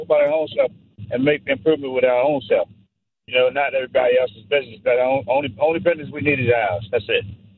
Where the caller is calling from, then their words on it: Baltimore, Maryland, United States; I'm from Baltimore, Carl.